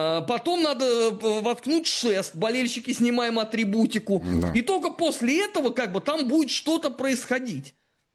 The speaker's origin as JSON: {"language": "Russian", "country": "Russia"}